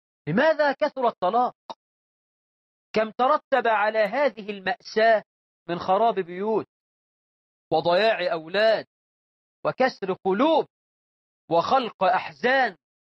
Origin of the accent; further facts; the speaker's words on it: Egypt; بلدنا مصر